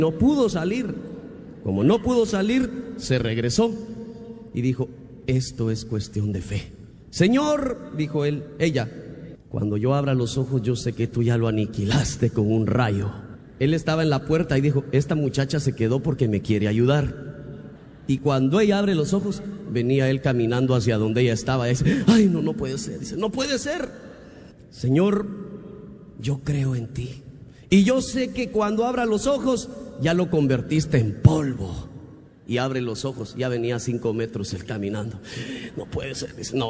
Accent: Guatemala; moved away; allá en Guatemala, de donde yo soy originario, la universidad en la que yo estudié se llama Universidad de San Carlos de Guatemala.

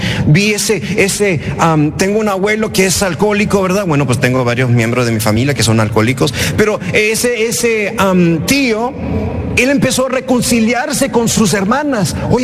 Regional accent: Mexico; Porque nosotros somos mexicanos y así somos, ¿verdad? Nos quedamos así juntitos.

